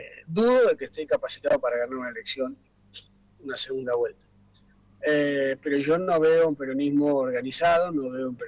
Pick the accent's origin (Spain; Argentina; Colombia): Argentina; como los argentinos pensemos.